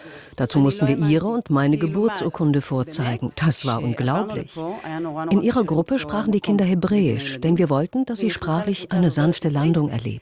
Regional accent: Düsseldorf, North Rhine-Westphalia, Germany; also born or lived in Israel; now in Berlin, Germany; Auch als Kind in Düsseldorf

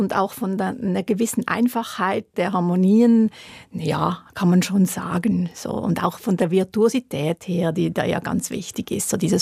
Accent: Wollerau, Schwyz, Switzerland; ich bin in Wollerau aufgewachsen

